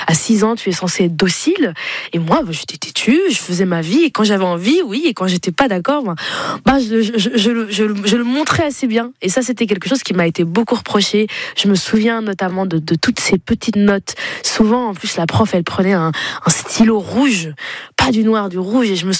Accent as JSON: {"language": "French", "region": "Flanders", "country": "Belgium", "tie": "born or raised there", "said": "moi j'ai grandi en Flandre, donc la partie flamande de la Belgique."}